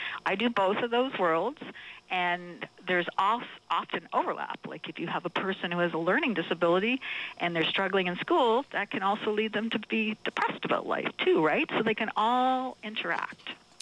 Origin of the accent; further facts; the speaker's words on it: Thunder Bay, Ontario, Canada; born there; moved away; Well, I'm originally a long way from home. I was born in Thunder Bay.